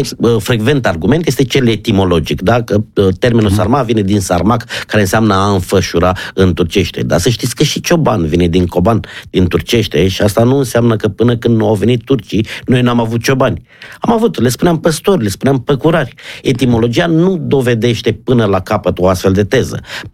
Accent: Sălaj County, Romania; pentru că sunt din Sălaj, doar într-un singur județ.

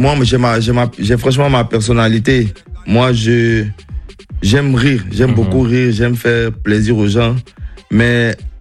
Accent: Abidjan, Côte d’Ivoire; En vrai, parce que moi, j'ai grandi à Cocody, au Val d'Ouen 2, qui est un quartier bien tranquille.

